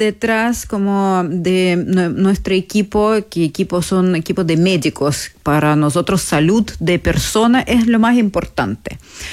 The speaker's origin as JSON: {"language": "Spanish", "country": "Russia", "second_language": "Spanish", "said": "en mi país, en Rusia, fui primer producto alimenticio que sí empezamos a vender"}